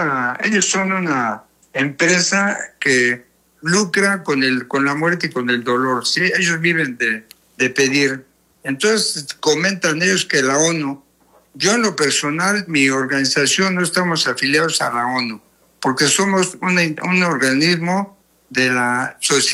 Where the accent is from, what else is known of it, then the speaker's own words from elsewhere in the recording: Mexico; honrosamente mexicanos todos, bueno, los que venimos de México